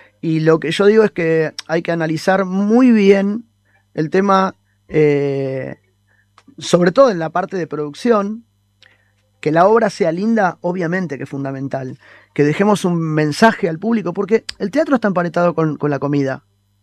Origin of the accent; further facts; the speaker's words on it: San Martín, Buenos Aires Province, Argentina; yo soy lo voy a decir así, yo soy un negro de San Martín.